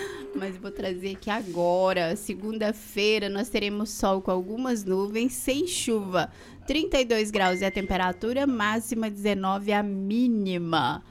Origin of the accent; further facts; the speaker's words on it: Brazil; nós somos brasileiros, né? E como bons brasileiros